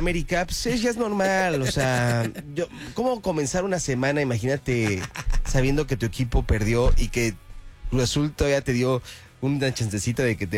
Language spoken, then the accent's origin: Spanish; Mexico